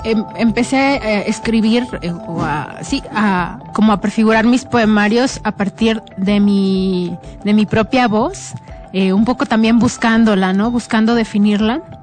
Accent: Poza Rica, Veracruz, Mexico; Yo soy de Poza Rica, Veracruz, que es una ciudad que está al norte del estado

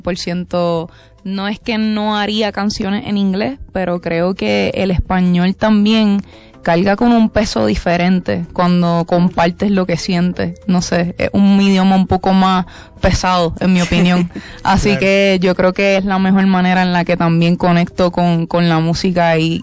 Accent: Puerto Rico; accent: Puerto Rican; first language Spanish; nuestra identidad boricua o sea, somos hablantes hispanos, como que nuestra lengua principal es el español.

